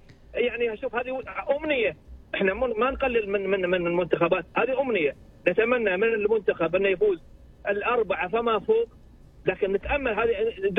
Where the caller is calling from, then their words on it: Oman; أمنيتي أنا كعماني